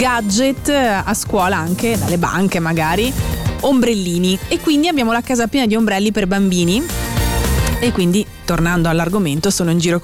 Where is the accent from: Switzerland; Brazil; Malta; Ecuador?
Switzerland; Ticino; Lo dico perché dalle mie parti, nell'Alto Mendrisiotto, c'era un po' di nebbia stamattina.